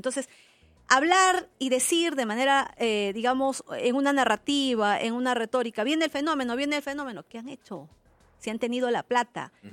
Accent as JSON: {"language": "Spanish", "country": "Peru", "said": "el gran poder que tenemos los peruanos."}